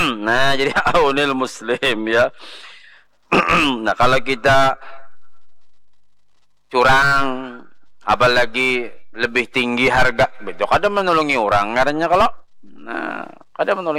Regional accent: South Kalimantan, Indonesia; Kami Banjar bari kakanakan nyebat lapri.

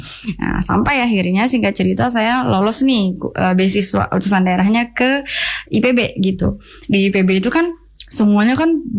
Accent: Sumatra, Indonesia; moved away as an adult; Saya bayangan saya dari Sumatera nih ya, orang daerah. Kalau kuliah di Jakarta tuh kayak yang di FTP-FTP gitu, pakai rok pendek.

